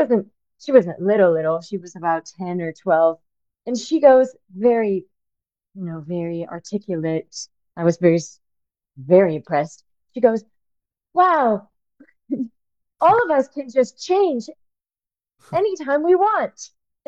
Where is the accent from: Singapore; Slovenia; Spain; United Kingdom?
Spain; now in New York, United States; I was born in Spain, so born and raised, so that'll always be home.